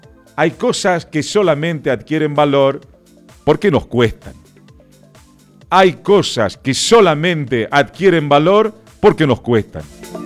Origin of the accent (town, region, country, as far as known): Tarija, Bolivia